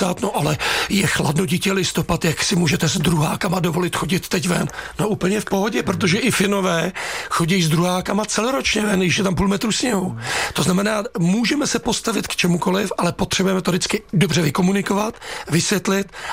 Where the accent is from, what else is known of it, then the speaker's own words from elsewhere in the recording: Příbram, Central Bohemian Region, Czechia; No samozřejmě, já jsem Příbramák, jsem z Brd, takže já jsem odkryl.